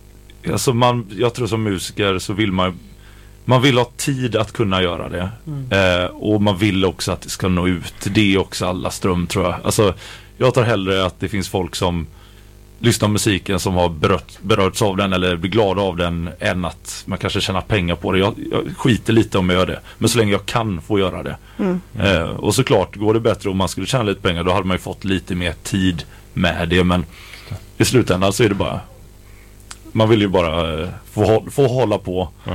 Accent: Gothenburg, Västra Götaland County, Sweden; Jag flyttade från Göteborg, jag uppväxt i Göteborg. Men mamma flyttade upp i Bohuslän.

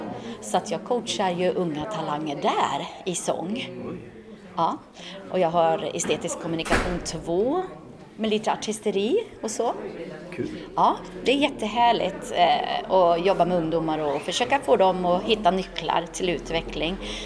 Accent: Tierp, Uppsala County, Sweden; jag kommer ju från Tierp mellan Gävle och Uppsala, Uppland. Och där dansar man.

